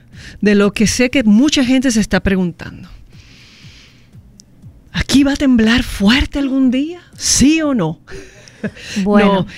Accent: Chile; Yo soy chilena y tuvimos familia.

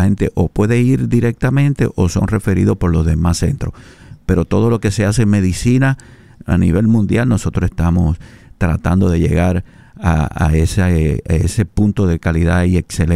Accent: San Francisco de Macorís, Duarte, Dominican Republic; accent: Cibaeño; Somos dominicanos de pura cepa de San Francisco de Macorís.

